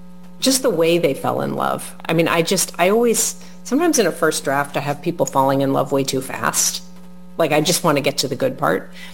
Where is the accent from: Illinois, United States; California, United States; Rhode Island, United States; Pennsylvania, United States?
California, United States; Los Angeles; now in New York, United States; I grew up in Los Angeles as an avid Dodgers fan.